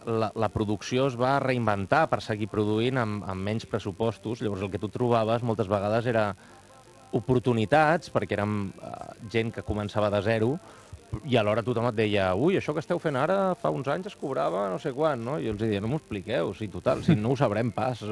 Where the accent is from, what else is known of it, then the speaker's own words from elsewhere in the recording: Manresa, Catalonia, Spain; He treballat molt a Manresa, en el món de l'hostaleria, que jo sóc de Manresa